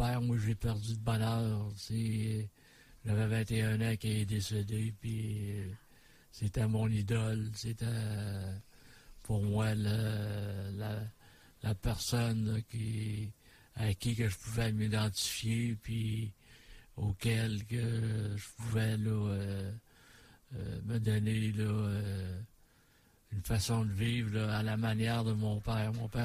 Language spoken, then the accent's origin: French; Quebec City, Quebec, Canada; Je viens de Québec.